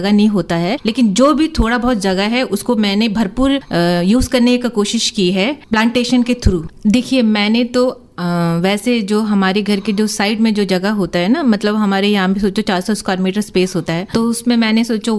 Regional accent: Port Blair, Andaman and Nicobar Islands, India; मैं कामराज नगर की निवासी हूँ

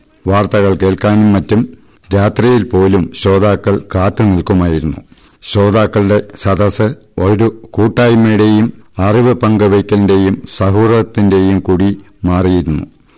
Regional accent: Chirayinkeezhu, Kerala, India; എന്റെ ഗ്രാമം തിരുവനന്തപുരം ജില്ലയിലെ ചിറയിൻകീഴാണ്.

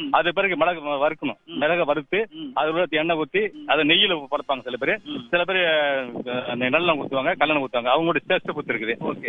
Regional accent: Tamil Nadu, India; என்னுடைய ஊர் சொந்த ஊர் வந்து தெற்கு ஆயுதகுளம்.

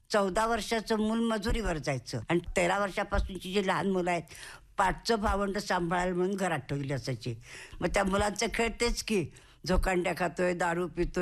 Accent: Pune, Maharashtra, India; born there; moved away as an adult; now in Sangli, India

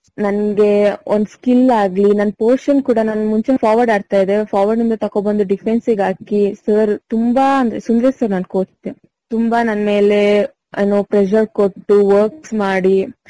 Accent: Bhagamandala, Karnataka, India; born there; now in Koppa Maradiyur, India; ನಂದು by birth ಬಂದು ಭಾಗಮಂಡ್ಲ. ನಾನು ಇವಾಗ ಇರೋದು ಕೊಪ್ಪ ಮರಡಿಯೂರು ಅನ್ನೋ ಚಿಕ್ಕ ಒಂದು ಹಳ್ಳಿಯಲ್ಲಿ.

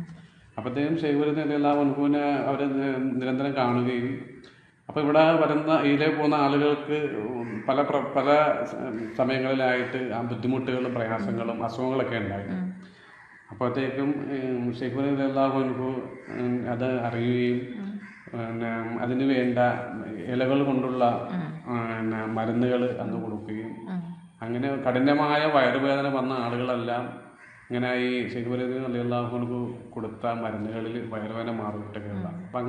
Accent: Kanhimattam, Kerala, India; ഞാൻ കാഞ്ഞിമറ്റം സ്വദേശിയാണ്.

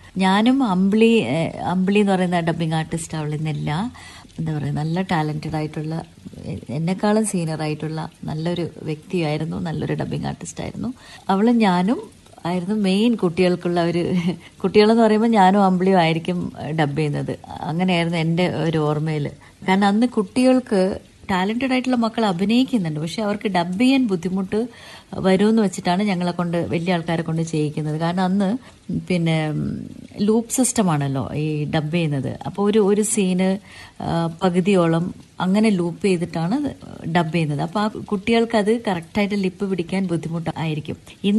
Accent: Kannur, Kerala, India; ഞാനും കണ്ണൂർ എന്ന് പറയുമ്പോൾ ഞാൻ ഇവിടെ ജനിച്ചതായതുകൊണ്ട് എനിക്കും അത് പറയാൻ വലിയ അഭിമാനമാണ്.

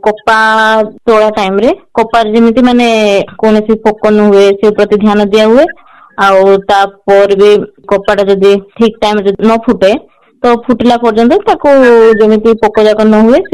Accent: Odisha, India; ମୁଁ ରାୟଗଡ଼ା ଜିଲ୍ଲାରୁ ଆସିଛି।

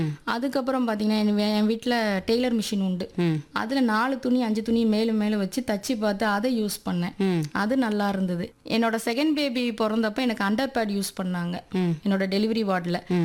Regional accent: Suthamalli, Tamil Nadu, India; நான் BA Tamil literature முடிச்சிருக்கிறேன். Tirunelveli மாவட்டம் சுத்தமல்லி கிராமத்திலிருந்து வரேன்.

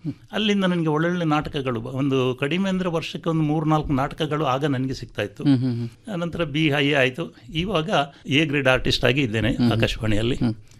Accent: Mallur, Karnataka, India; born there; ನಾನು ಹುಟ್ಟಿದ್ದು ಮಂಗಳೂರು ತಾಲೂಕಿನ ಮಲ್ಲೂರು ಎಂಬ ಗ್ರಾಮದಲ್ಲಿ. ಅಲ್ಲಿ ನಮಗೆ 5ನೇ ಕ್ಲಾಸಿನ ತನಕ ಮಾತ್ರ ಒಂದು ಎಲಿಮೆಂಟರಿ ಶಾಲೆ ಇತ್ತು.

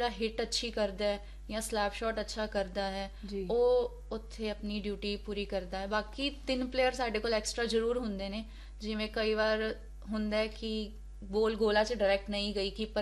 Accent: Haryana, India; ਹੁਣ ਜਿਵੇਂ ਮੈਂ ਹਰਿਆਣਾ ਤੋਂ ਹਾਂ

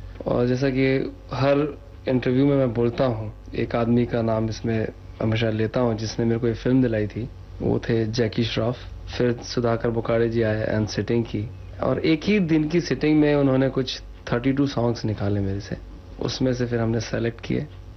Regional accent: Jabalpur, Madhya Pradesh, India; moved away; मैं जबलपुर का रहने वाला हूं, और जबलपुर में मैं मॉडल हाई स्कूल में पढ़ता था।

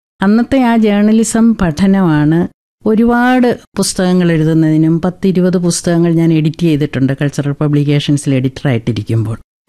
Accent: Elamkulam, Kerala, India; എന്റെ സ്വദേശം കാഞ്ഞിരപ്പള്ളിക്കും പാലായ്ക്കും ഇടയ്ക്കുള്ള ഇളങ്കുളം എന്ന് പറഞ്ഞ സ്ഥലമാണ്.

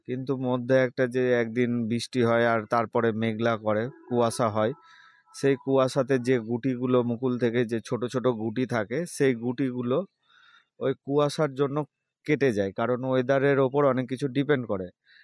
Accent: West Bengal, India; আমার বাড়ি মালদার সাহাপুর নিত্যানন্দপুর এরিয়াতে।

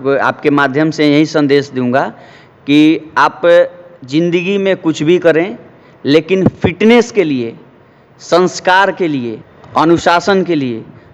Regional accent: Bihar, India

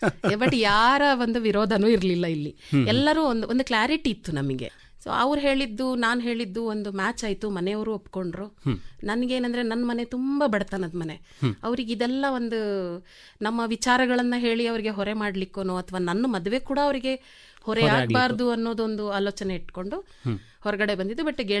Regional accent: Kodagu, Karnataka, India; born or raised there; moved away as an adult; now in Bengaluru, India

